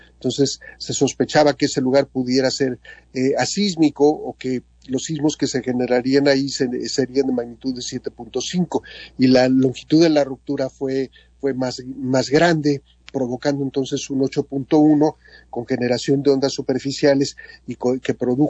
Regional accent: Mexico

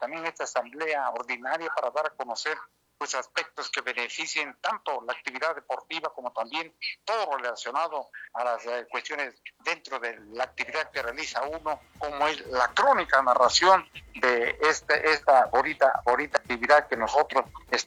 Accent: Tlaxiaco, Oaxaca, Mexico; now in Oaxaca, Mexico; salimos de nuestra hermosa ciudad de Tlaxiaco, Oaxaca, en la Mixteca, radicamos en la capital oaxaqueña por muchos años

